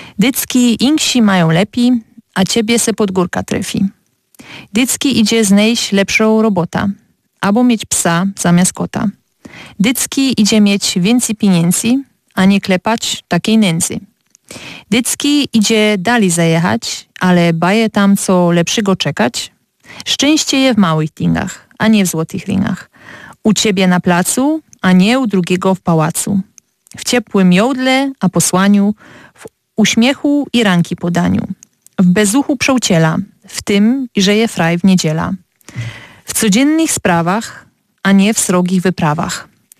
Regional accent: Leśnica, Opole Voivodeship, Poland; accent: Silesian; u nas w Leśnicy, bo to jest tam najbliższa wioska obok Porymby

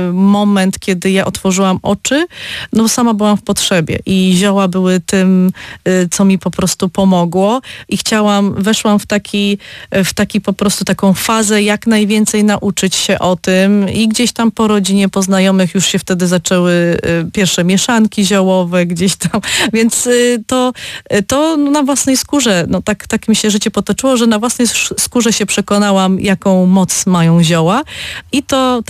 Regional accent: Opole, Opole Voivodeship, Poland; born there; Tak, ja się urodziłam w Opolu.

